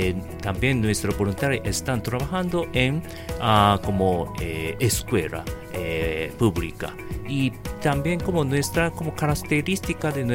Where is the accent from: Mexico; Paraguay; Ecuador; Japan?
Japan; Spanish is a second language; moved away as an adult; now in Honduras; somos japoneses. Nuestro como idioma, lengua de materna no es español.